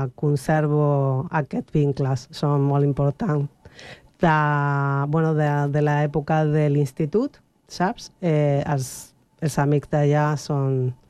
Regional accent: Argentina; Catalan is a second language; now in Catalonia, Spain; com saben que soc argentina

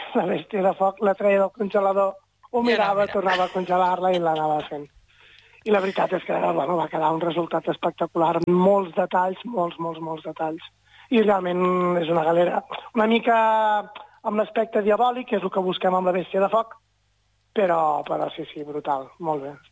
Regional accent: Cambrils, Catalonia, Spain

